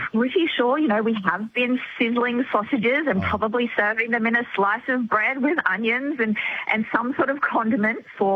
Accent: Queensland, Australia; you know, I grew up in Queensland, so I call the thing that you get at a sausage sizzle a sausage in bread.

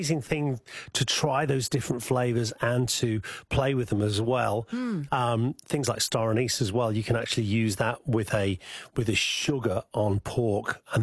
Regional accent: North West England, United Kingdom; accent: Scouse; There's my Scouse accent coming out.

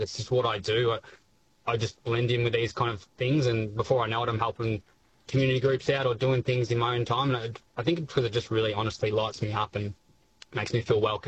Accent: Rokeby, Victoria, Australia; at the local market just in Rokeby, my hometown.

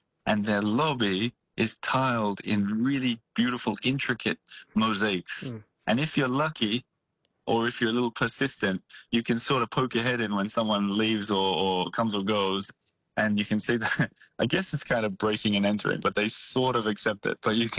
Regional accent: Australia; now in Paris, France; And firstly, as an Australian, one of the things I miss from living in a big city like this

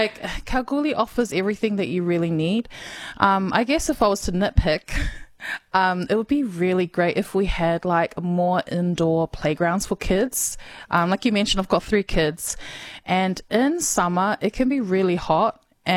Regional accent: Auckland, New Zealand; now in Goldfields-Esperance, Australia; So, growing up in New Zealand, I grew up in Auckland, which is like, I would say, probably the biggest city in New Zealand. And we lived in South Auckland.

